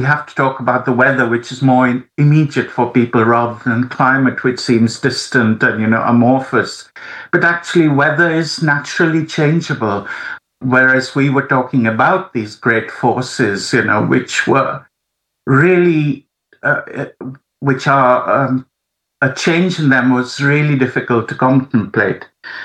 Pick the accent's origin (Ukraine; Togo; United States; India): India; where I grew up in India.